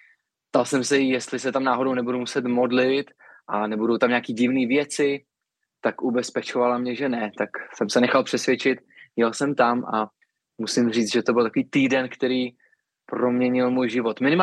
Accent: Strakonice, South Bohemian Region, Czechia; now in Písek, Czechia; Já pocházím ze Strakonic, z nevěřící rodiny. A Strakonice, to je takové ocelové srdce jižních Čech, dělnické město, rudá bašta

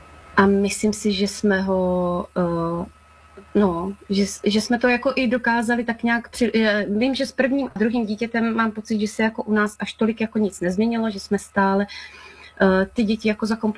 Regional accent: Brno, South Moravian Region, Czechia; moved away as an adult; now in Trpín, Czech Republic; Tak já jsem se narodila v Brně. Pocházím konkrétně z Husovic, narodila jsem se do velké rodiny, bylo nás dohromady 9 dětí.

